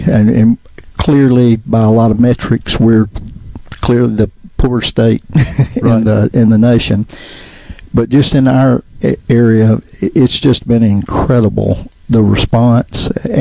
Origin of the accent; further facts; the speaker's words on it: Amory, Mississippi, United States; And, of course, I grew up in Amory, and so was pretty involved in supporting the effort after the major tornado in 2023 in Amory.